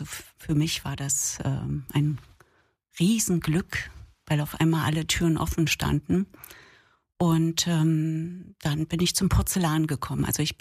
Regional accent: Thuringia, Germany; Ich bin in Thüringen aufgewachsen, also ich habe eine Ostbiografie, die ja immer ein bisschen spezieller ist, weil es eben da so viele Brüche gibt.

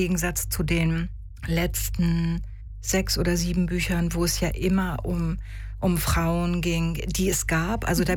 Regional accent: Glückstadt, Schleswig-Holstein, Germany; Also ich habe tatsächlich meine erste Lesung aus dem Buch in Glückstadt, wo ich herkomme.

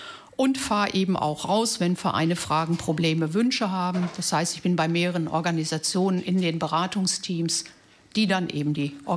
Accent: North Rhine-Westphalia, Germany; also born or lived in Kiel; now in Travemünde, Germany; ursprünglich aus NRW komme, seit einigen Jahren in Travemünde lebe, weil ich immer wieder ans Meer wollte

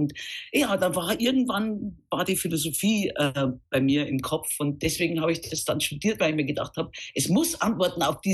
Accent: Bavaria, Germany; accent: Bavarian; also born or lived in Munich; Also ich bin tatsächlich in einem ganz, ganz winzigen kleinen Bauerndorf in Niederbayern groß geworden. Wie gesagt, das hört man mir bis heute an.

